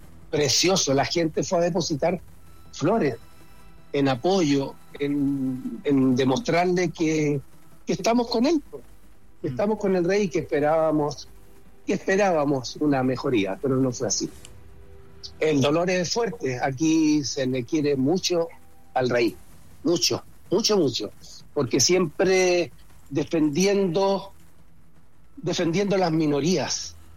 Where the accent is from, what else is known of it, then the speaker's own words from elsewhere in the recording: Chile; now in Norway; llevo fuera 50 años, pero de los 50 son 40 en Noruega.